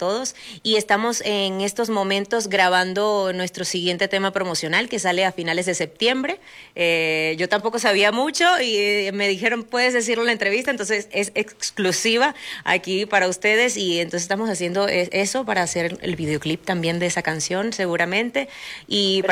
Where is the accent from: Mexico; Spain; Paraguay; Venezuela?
Venezuela; Yo, por ejemplo, soy venezolana